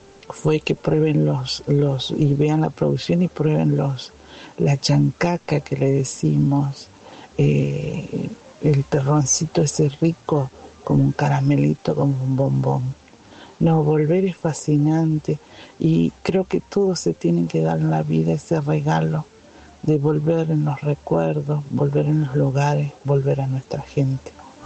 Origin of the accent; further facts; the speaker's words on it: General Mosconi, Salta, Argentina; now in Open Door, Argentina; mi general Mosconi, en la provincia de Salta, a mi casa materna